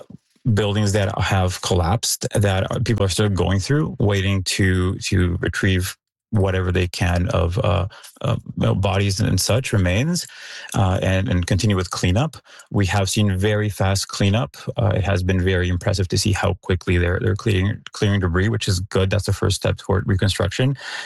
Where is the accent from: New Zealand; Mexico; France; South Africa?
Mexico; Mexico City; now in Calgary, California, United States; I've lived in Calgary for 7 years. I'm originally from Mexico City, and I used to do search and rescue there as a volunteer